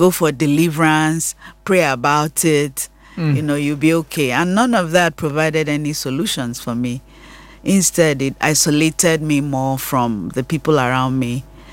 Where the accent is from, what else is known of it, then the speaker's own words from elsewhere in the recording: Nigeria; moved away as an adult; now in United States and Nigeria; Yes, I grew up in Nigeria until about 30 years old.